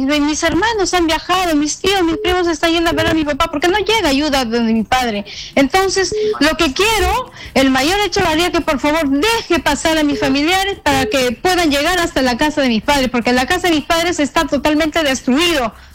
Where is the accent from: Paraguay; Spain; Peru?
Peru; Pupuya, Junín; born or raised there